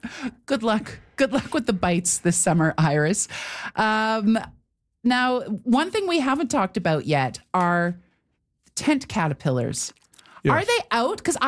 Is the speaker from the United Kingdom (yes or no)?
no; Fort McMurray, Alberta, Canada; I grew up in Fort McMurray